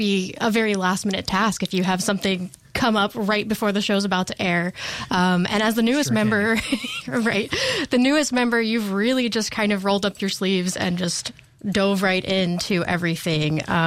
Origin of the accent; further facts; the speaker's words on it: Texas, United States; now in Anchorage, United States; I'm also from the South in Texas